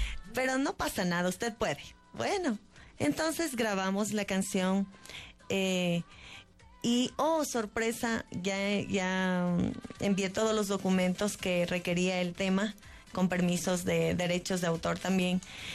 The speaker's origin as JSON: {"language": "Spanish", "region": "Imbabura", "country": "Ecuador", "tie": "born or raised there", "moved": "as an adult", "lives_now": "Quito, Ecuador", "said": "yo soy de Imbabura y en Imbabura me formé. Entonces, de Imbabura ya vine acá y ya estoy 25 años en la capital."}